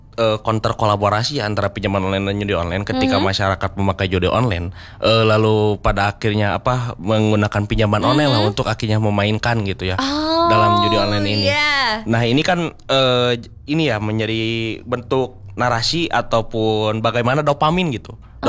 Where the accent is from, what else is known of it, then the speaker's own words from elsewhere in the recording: West Java, Indonesia; Aku daerah Cileunyi, dekat juga sama Sumedang berarti.